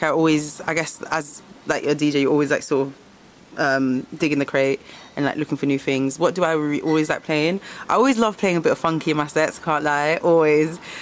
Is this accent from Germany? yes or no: yes; Germany; But I'd say growing up in Germany, and also my dad is Jamaican and my mom's German, I think I've always had like a very eclectic taste in music